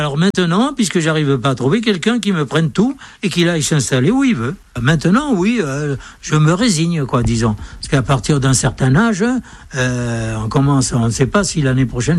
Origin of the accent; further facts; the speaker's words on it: Tunis, Tunis Governorate, Tunisia; born there; Je suis né en Afrique, à Tunis, à cause de la guerre. Sinon, l'origine de la famille, c'est le Béarn. Je suis originaire du Béarn, toute la famille.